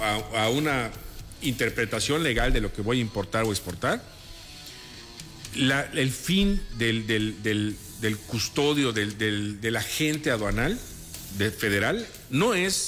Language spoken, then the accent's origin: Spanish; Mexico